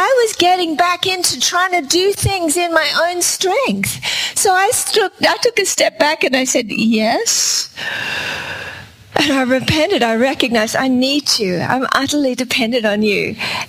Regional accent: Australia; We are from Australia. That's why my accent's a little different

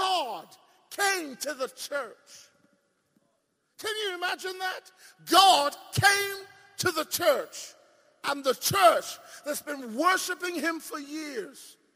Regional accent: England, United Kingdom; I was brought up in Nigeria in England.

